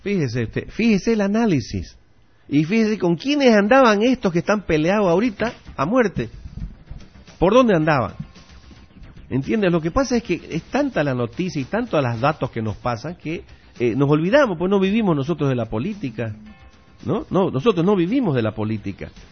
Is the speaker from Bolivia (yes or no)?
yes; Bolivia; ¿en qué me beneficia a mí Fernando Cerimedo como ciudadano boliviano? En nada.